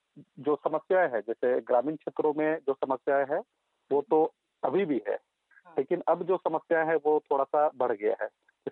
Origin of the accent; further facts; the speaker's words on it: Pandrasali, Jharkhand, India; also born or lived in Bihar; और मैं पंद्रह साली गाँव जो की मंझारी प्रखंड में है, मैं यहाँ का निवासी हूँ।